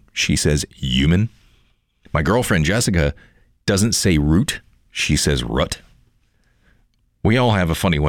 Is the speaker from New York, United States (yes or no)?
yes; Rochester, New York, United States; accent: Rochester; My Rochester accent just came out there when I said stereo, because I can't say it any other way.